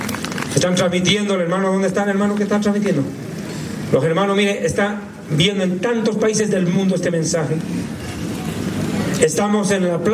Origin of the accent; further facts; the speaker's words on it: Bolivia; Yo ya había predicado en mi país, prácticamente toda Bolivia yo ya había predicado.